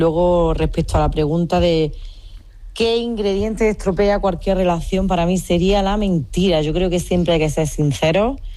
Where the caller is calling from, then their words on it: Granada, Andalusia, Spain; de Granada